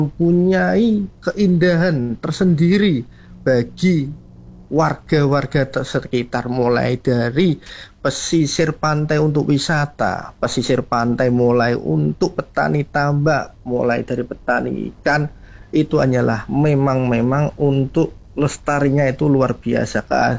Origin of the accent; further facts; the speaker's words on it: Rembang, Central Java, Indonesia; Kami dari pesisir asli, Mas, dari Rembang.